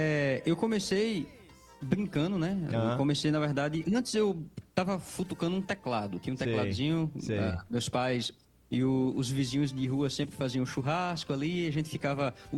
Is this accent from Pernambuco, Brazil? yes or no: yes; Serra Talhada, Pernambuco, Brazil; born there; moved away as an adult; now in Capim Grosso, Brazil